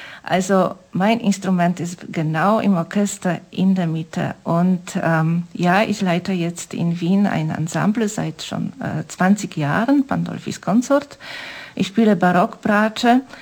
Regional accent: Kraków, Lesser Poland, Poland; moved away as an adult; also born or lived in Vienna, Austria; now in Styria, Austria; ich bin in Polen geboren, in Krakau

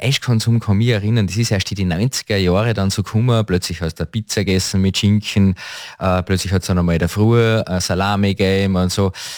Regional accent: Austria; Ist ja bei uns in Österreich auch ein großes Thema.

